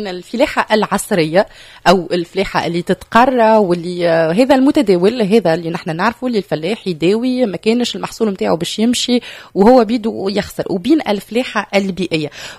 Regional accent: Tunisia; التنوع اللي عندنا في تونس الكل

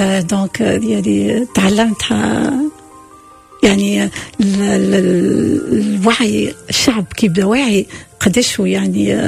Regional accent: Tunisia; وقتها جيت من تصور جيت من تونس ومستشفيات أول مرة نشوف مستشفى هكيكا

